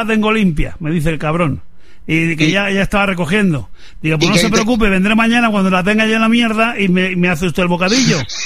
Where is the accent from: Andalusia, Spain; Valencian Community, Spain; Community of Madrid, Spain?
Community of Madrid, Spain; Madrid; venimos los de Madrid